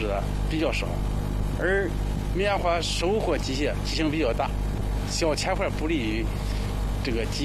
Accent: Hebei, China; 首先是咱们河北人省来说，种植规模都比较小

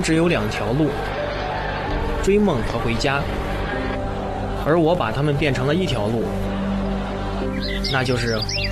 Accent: Nanzhao, Henan, China; 在生我养我的土地上描绘新的人生画卷，让更多像我一样的返乡青年实现自己的人生价值。也希望更多的南诏人能回到家乡，共同书写属于我们的

